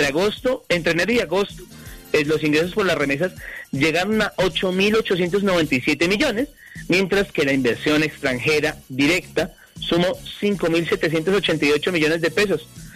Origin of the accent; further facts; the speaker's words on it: Colombia; now in Dosquebradas, Colombia; así somos los colombianos.